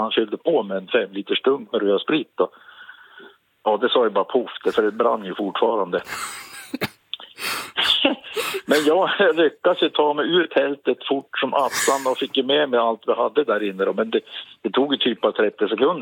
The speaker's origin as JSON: {"language": "Swedish", "region": "Jämtland County", "country": "Sweden", "said": "ja men solen här är väl ungefär som hemma i Jämtland."}